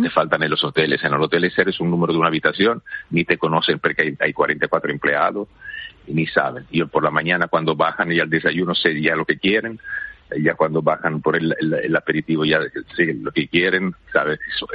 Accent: Italy; Spanish is a second language

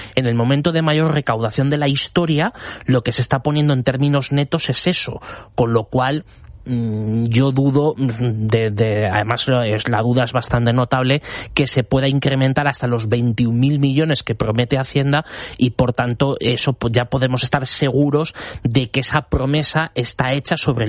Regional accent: Castilla-La Mancha, Spain; el caso por ejemplo de mi tierra, de Castilla-La Mancha

